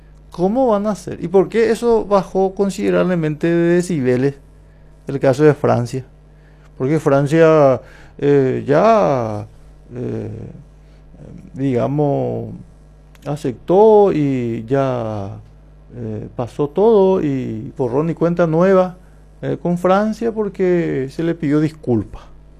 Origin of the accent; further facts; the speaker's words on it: Paraguay; Que nosotros en Paraguay seguimos siendo españoles.